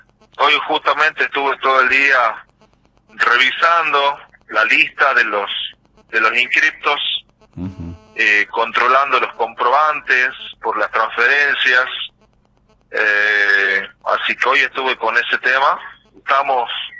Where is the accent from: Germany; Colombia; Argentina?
Argentina; Salta; now in Humahuaca, Argentina; Yo soy de Salta.